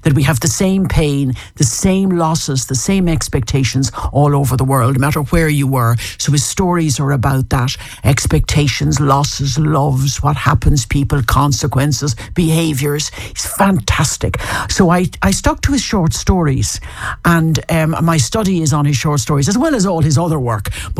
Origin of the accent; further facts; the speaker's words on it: Foxford, Connacht, Ireland; born there; No, I was not. I was born in Foxford in Mayo.